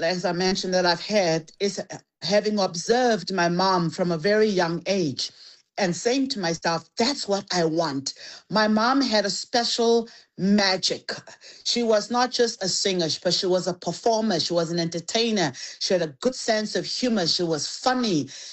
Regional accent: Thokoza, Gauteng, South Africa; now in Canada; I was raised in Thokoza, in the East Rand at Thokoza, not Soweto. Let's give East Rand an applause.

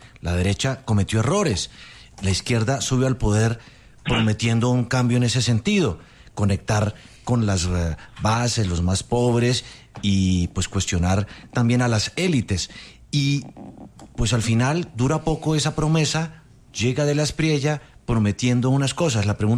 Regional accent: Colombia; y terminamos como medio frustrados como colombianos.

